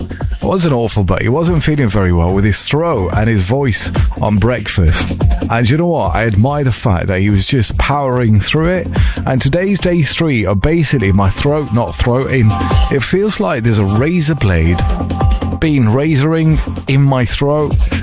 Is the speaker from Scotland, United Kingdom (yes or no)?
no; Manchester, North West England, United Kingdom; I'm from Manchester.